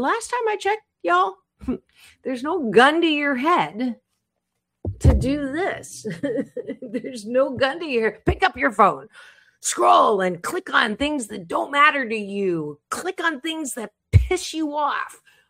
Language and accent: English; Canada; born there; because I was born in Canada